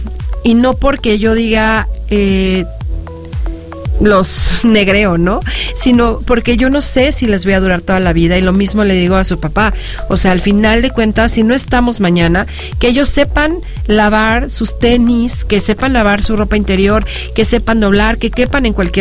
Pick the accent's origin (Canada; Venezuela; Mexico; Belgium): Mexico; Tehuixtla, Morelos; yo soy de Tehuixtla y lo he compartido en diferentes ocasiones. Allá hay un balneario espectacular.